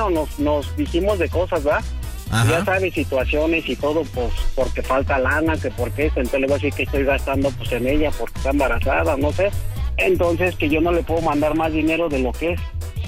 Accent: State of Mexico, Mexico; now in San Luis Potosí, Mexico

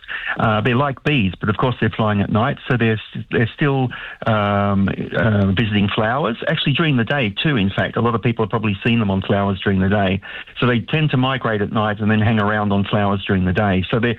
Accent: Australia; now in Lund, Sweden; I'm actually an Australian.

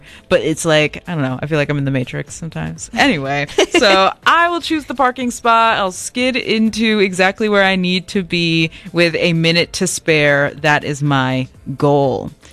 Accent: California, United States; born there; My mom makes a joke about how, like, I was born in California and you can tell by my tardiness.

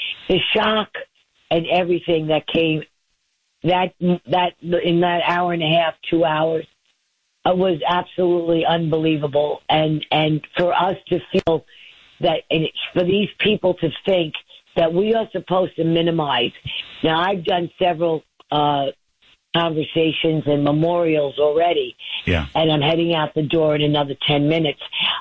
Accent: Queens, New York, United States; born or raised there

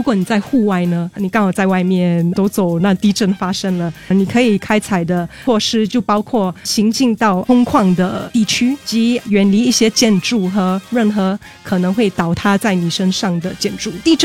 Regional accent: Singapore; 我们也是新加坡人嘛，

